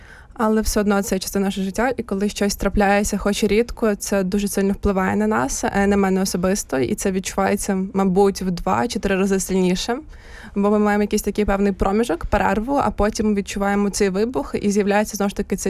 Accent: Ivano-Frankivsk, Ivano-Frankivsk Oblast, Ukraine; Насправді я сама родом з Івано-Франківська.

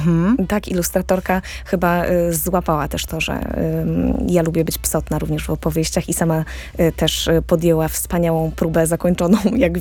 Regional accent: Toruń, Kuyavian-Pomeranian Voivodeship, Poland; Pochodzę z Torunia, z astronomicznego miasta.

